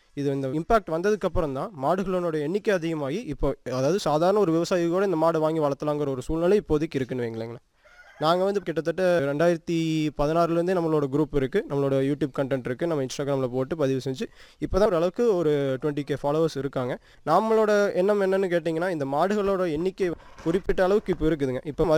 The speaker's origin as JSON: {"language": "Tamil", "town": "Mulanur", "region": "Tamil Nadu", "country": "India", "tie": "born there", "said": "குழந்தையிலிருந்தே எங்கள் சொந்த ஊர் மூலனூர். ஆனால் நான் வந்து இங்கே தாத்தா வீட்டில் தான் வளர்ந்தேன்."}